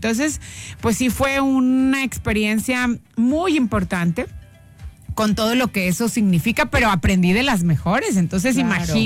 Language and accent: Spanish; Monterrey, Nuevo León, Mexico; Y francos y de frente, como somos los regios.